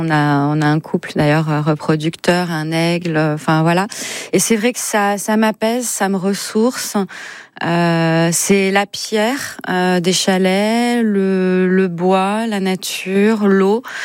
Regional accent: Auvergne-Rhône-Alpes, France; Je suis savoyarde, donc forcément la montagne c'est mon truc.

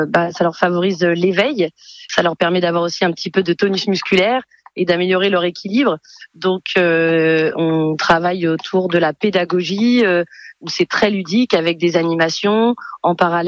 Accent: Yvetot, Normandy, France; je suis issue du Poney Club, j'ai grandi à Lettré-de-Mézerville à Yvetot

